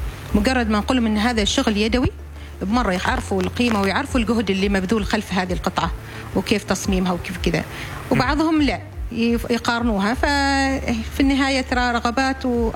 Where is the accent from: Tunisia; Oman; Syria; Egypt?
Oman; Muscat, Muscat Governorate; نقول لا نحن من مسقط.